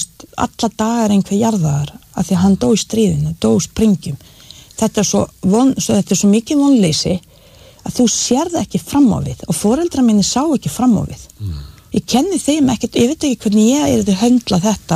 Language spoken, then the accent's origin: Icelandic; Bosnia & Herzegovina; næsta borg við hliðina mínum heimabæ þar sem voru hryllingssögur